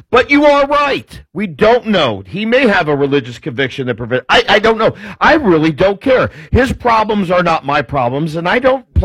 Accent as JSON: {"language": "English", "country": "United States", "said": "as an American"}